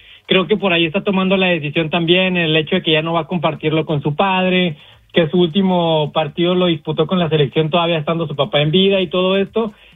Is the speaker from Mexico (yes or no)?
yes; Mexico; yo soy mexicano y lo que sea, pero ¿qué tiene? Yo crecí con él en el fútbol